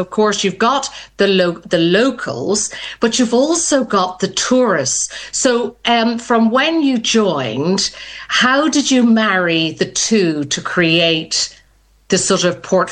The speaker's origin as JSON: {"language": "English", "country": "Ireland", "lives_now": "Sussex, United Kingdom", "said": "Now, you've probably guessed I'm Irish."}